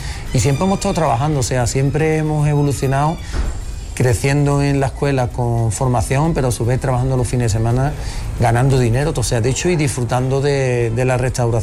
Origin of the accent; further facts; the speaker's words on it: Barbate, Andalusia, Spain; also born or lived in Málaga; trabajaba en un restaurante en Málaga bastante conocido y las cosas no iban bien. Yo quería volver a mi pueblo, a Barbate